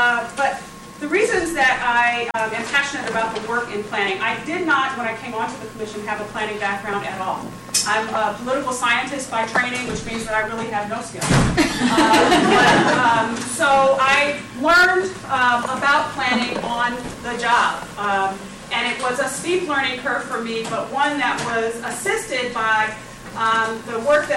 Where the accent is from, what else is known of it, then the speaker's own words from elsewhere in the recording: Los Angeles, California, United States; I was born and raised in South LA and have seen how the lack of planning, poor planning, and just evil planning has done really horrible things to the community that I grew up